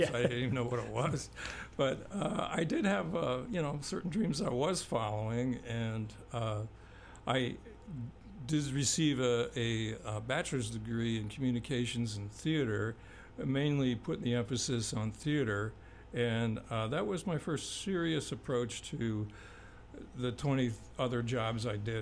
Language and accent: English; New Jersey, United States; moved away as an adult; also born or lived in New York City; now in North Country, United States; I grew up in New Jersey, always wanted to be up north, and once I got up here, I really never want to leave, but this was back in the 70s